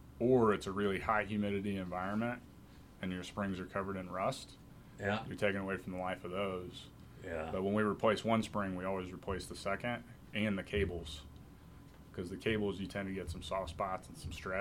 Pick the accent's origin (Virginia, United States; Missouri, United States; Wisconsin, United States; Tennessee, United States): Missouri, United States; Platte County; moved away as an adult; now in Higginsville, United States; I'm from Platte County up near the airport.